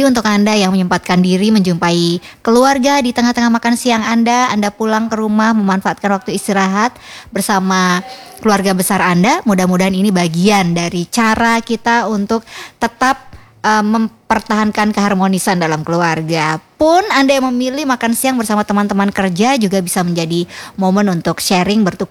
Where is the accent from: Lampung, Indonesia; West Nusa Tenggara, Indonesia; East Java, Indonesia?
West Nusa Tenggara, Indonesia; Jadi kita orang Sasak